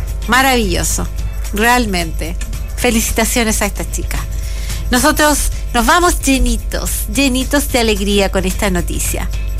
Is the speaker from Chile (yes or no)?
yes; Chile; nos hacen sentirnos pero extraordinarios como chilenos